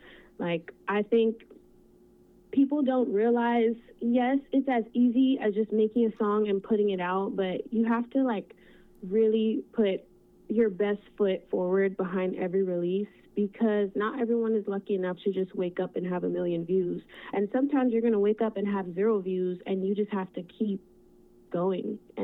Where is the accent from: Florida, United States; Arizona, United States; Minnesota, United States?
Florida, United States; Miami; I'm a young woman growing up in Miami